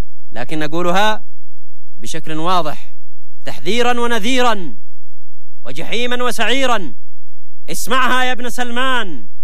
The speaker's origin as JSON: {"language": "Arabic", "country": "Yemen"}